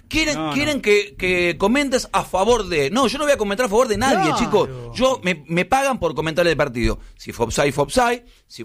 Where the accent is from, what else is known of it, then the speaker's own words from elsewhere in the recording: Lanús, Buenos Aires Province, Argentina; no soy porteño, nací en Lanús y viví 30 y pico años. Soy bonaerense